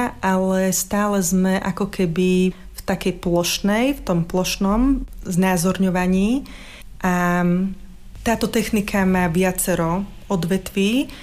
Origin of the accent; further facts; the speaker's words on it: Lučenec, Banská Bystrica Region, Slovakia; pochádzam z Lučenca